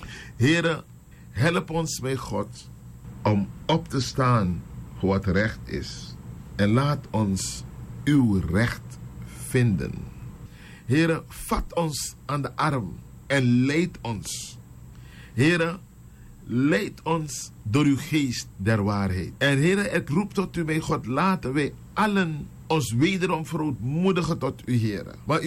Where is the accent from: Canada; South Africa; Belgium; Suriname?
Suriname; als Surinamers zijn we ontwaakt. Als Surinamers is er vaderlandsliefde in ons.